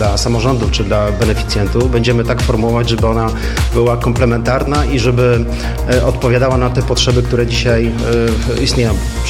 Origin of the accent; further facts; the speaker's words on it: Greater Poland Voivodeship, Poland; jako Wielkopolanin